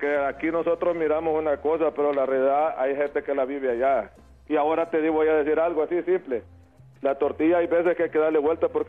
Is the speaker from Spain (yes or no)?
no; El Salvador; Yo como salvadoreño, no se le quita que quitó la delincuencia.